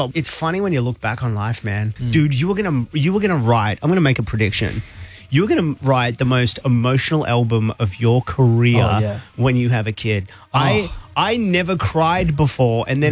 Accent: Australia; Hey, you're on Kiss and we're so Aussie right now.

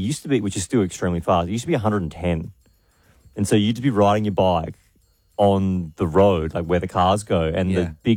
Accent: Lewiston, South Australia, Australia; I grew up in Lewiston on Gawler Road.

